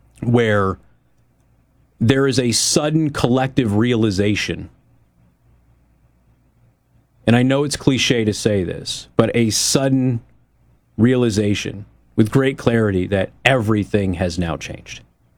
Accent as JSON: {"language": "English", "town": "Las Vegas", "region": "Nevada", "country": "United States", "tie": "born or raised there", "said": "I grew up in Las Vegas."}